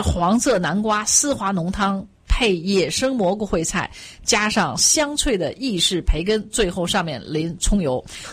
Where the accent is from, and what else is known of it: China